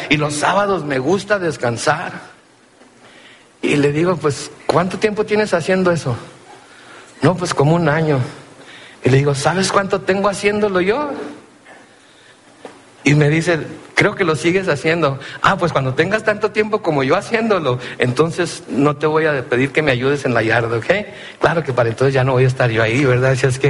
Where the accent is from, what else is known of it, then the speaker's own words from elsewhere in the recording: Compton, California, United States; Porque soy de Compton, California, ¿ok? Soy lo que llamamos MWA. ¿Saben lo que quiere decir MWA? Quiere decir Mexican with an attitude, ¿ok? Entonces, yo soy de Compton, California.